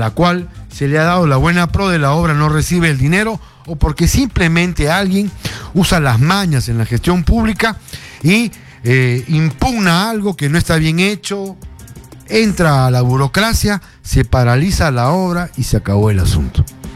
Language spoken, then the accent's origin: Spanish; Peru